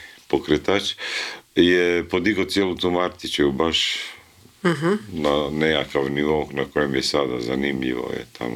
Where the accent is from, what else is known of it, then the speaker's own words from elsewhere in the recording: Zagreb, Zagreb County, Croatia; došao sam iz centra grada, iz Ilice, malo sam otišao na periferiju u Preradovićevoj. A u Ilici sam bio na uglu Frankopanske, baš Ilica.